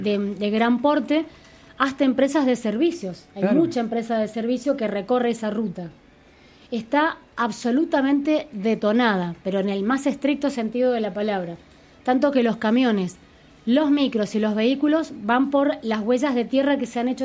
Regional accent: Alvear, Argentina; moved away; soy de Alvear y soy orgullosa de Alvear.

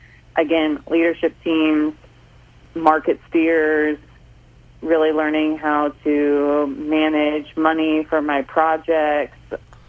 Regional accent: Holton, Kansas, United States; So I am originally from Holton, Kansas, which is northeast Kansas

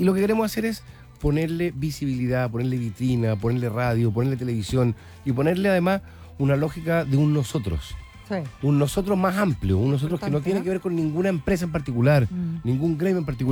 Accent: Chile; podemos hacer como chilenos

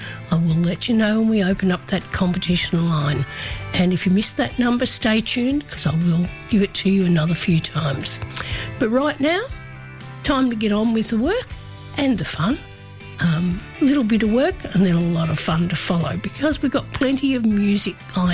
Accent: Horsham, Victoria, Australia; born or raised there

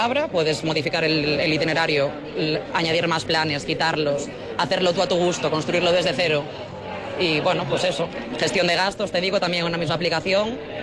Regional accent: Pontevedra, Galicia, Spain; De aquí, de Pontevedra.

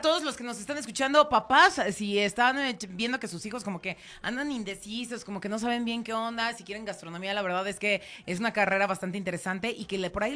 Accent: Mexico; Porque después de, mira, como buen mexicano, todo al último. Como buen mexicano, ay, me voy a esperar tantito.

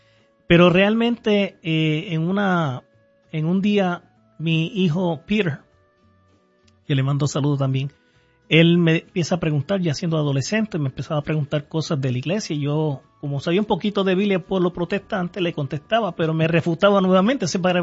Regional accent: Puerto Rico; now in United States; En el 1998 salí de Puerto Rico a los Estados Unidos. Y mi hermana vivía en el estado de Minnesota, un par de horas de aquí.

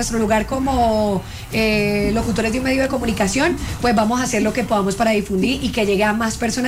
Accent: Cali, Valle del Cauca, Colombia; moved away; nosotros también somos paisanos, en el caso suyo y mío, Pollito, porque nosotros, pues, somos de Cali.

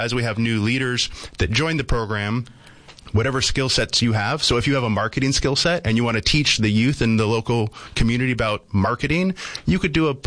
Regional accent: Merced, California, United States; now in Yuma, United States; Originally from Merced, California, so Central Valley, very similar to Yuma.

